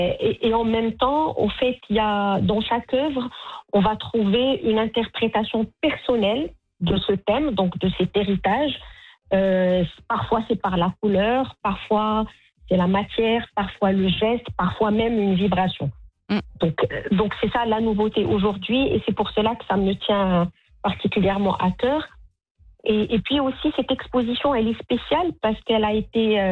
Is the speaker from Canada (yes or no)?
no; Rabat, Rabat-Salé-Kénitra, Morocco; plutôt dans ma ville natale